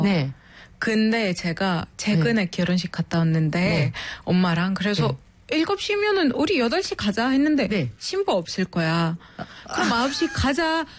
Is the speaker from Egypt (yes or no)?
yes; Egypt; first language Arabic; Korean is a second language; now in South Korea; 우리 이집트라는 유전자 따로 있어요.